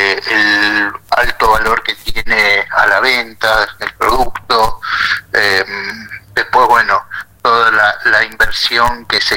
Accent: Argentina

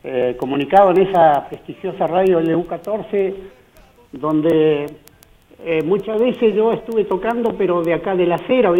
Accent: Alto Río Senguer, Chubut, Argentina; yo soy de Río Senger

